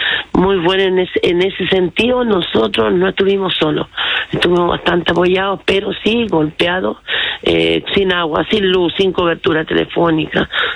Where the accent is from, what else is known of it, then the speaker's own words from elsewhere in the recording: Quilitapia, Chile; En Quilitapia, mi pueblo, ahí creo que fue la mayor pluviometría de aquí de la comuna, que fueron 519 milímetros.